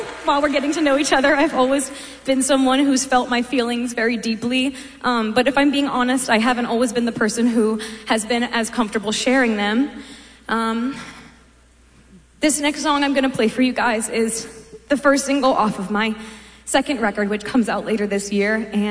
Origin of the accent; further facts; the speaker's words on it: Charleston, South Carolina, United States; moved away as an adult; now in Nashville, United States; When I moved to Nashville from Charleston, South Carolina, 9 years ago, almost to this day, actually